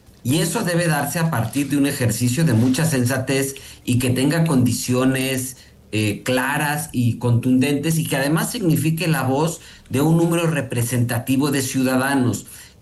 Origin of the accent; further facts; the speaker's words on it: Mexico; todos somos mexicanos